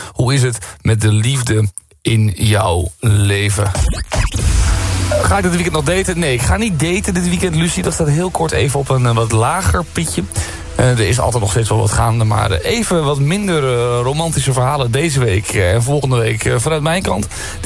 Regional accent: Zeeland, Netherlands; moved away; ik ga terug naar Zeeland, daar waar ik vandaan kom

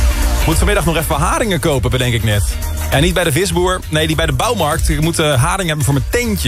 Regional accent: Rotterdam, South Holland, Netherlands; En dat voelt als Rotterdammer toch een beetje als buitenland.

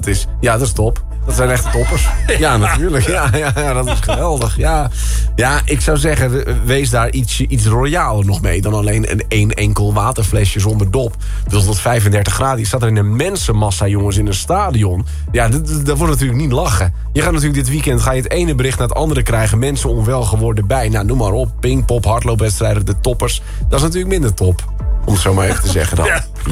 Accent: Flanders, Belgium; Ja, daar gaat mijn hart als Vlaming natuurlijk enorm harder van slaan.

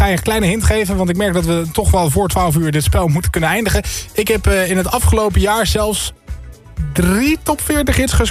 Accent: England, United Kingdom; Dutch is a second language; Zal ik gewoon verklappen waar ik vandaan kom? Ik kom uit Engeland.

